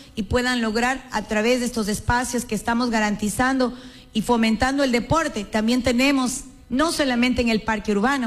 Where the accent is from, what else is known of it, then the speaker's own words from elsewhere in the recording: La Troncal, Cañar, Ecuador; yo amo mi Troncal porque esta es mi tierra. A veces me ha tocado irme fuera del país